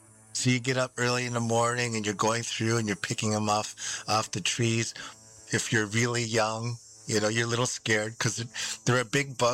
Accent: New York, United States; I am from the Onondaga Nation.

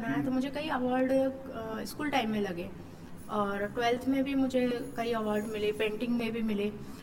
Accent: Gwalior, Madhya Pradesh, India; मैं सीखकर तो अपने ग्वालियर से ही आई थी।

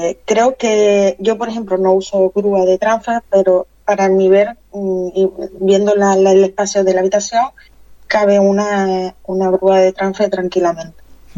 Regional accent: Canary Islands, Spain; nosotros como somos canarios

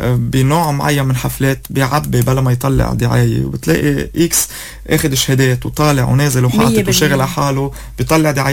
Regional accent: Lebanon

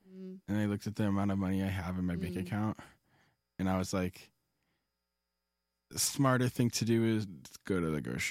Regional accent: Palm Beach, Florida, United States; They go to the same Costco that I grew up going to in Palm Beach.

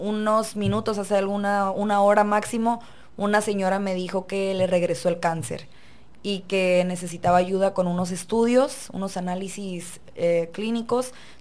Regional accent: Tijuana, Baja California, Mexico; born there; soy de abuelos y padres nacidos en este municipio, al igual que mi hermano y yo nacimos aquí en Tijuana

